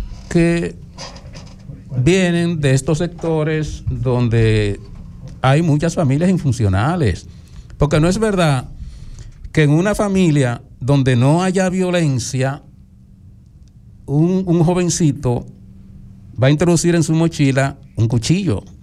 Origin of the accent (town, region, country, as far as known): Dominican Republic